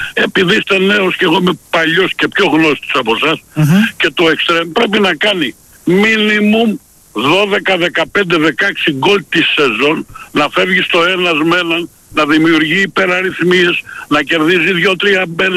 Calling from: Keratsini, Attica, Greece; από το Κερατσίνι.

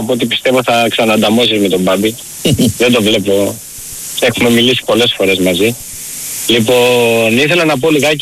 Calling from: Frankfurt, Hesse, Germany; από τη Φραγκφούρτη.

